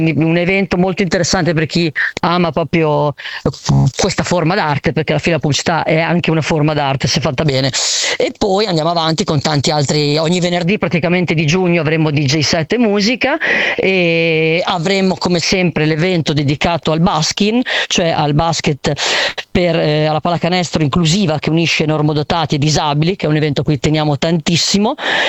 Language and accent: Italian; Bologna, Emilia-Romagna, Italy; io sono nato e cresciuto a Bologna